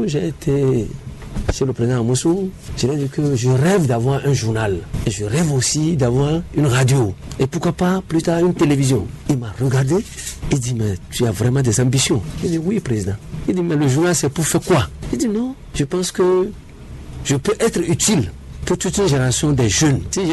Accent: Benin; moved away; Moi aussi, j'ai expliqué que je venais de Boycon. Je ne suis pas né à Cotonou

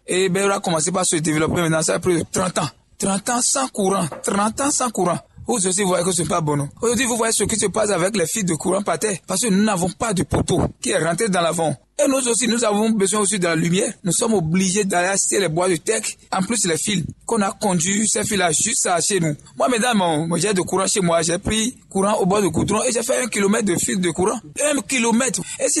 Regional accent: Benin; Nous sommes des hommes, nous sommes des Béninois. Vraiment, ça ne va pas.

